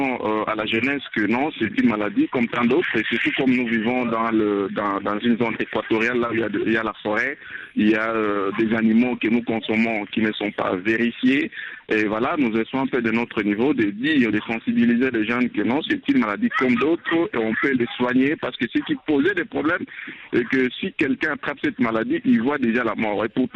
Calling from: Bunia, Ituri, DR Congo; à Bounia, où je me trouve

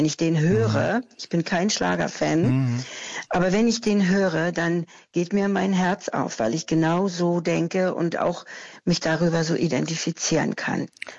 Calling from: Berlin, Germany; Ich rufe aus Schöneweide an.

